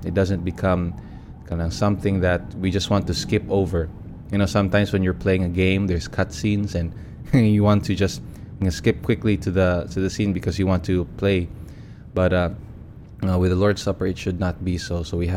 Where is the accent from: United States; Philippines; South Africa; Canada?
Philippines; Butuan, Caraga; born or raised there; moved away